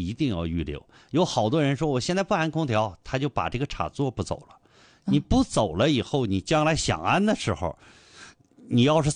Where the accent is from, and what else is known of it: China